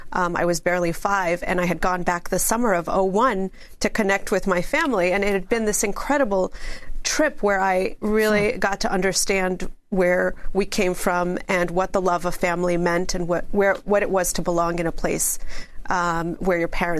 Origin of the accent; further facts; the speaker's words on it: New York City, New York, United States; And, you know, as a New Yorker, the shock and the horror and all of that and the thoughts about what would happen to us, knowing that it probably was Osama bin Laden.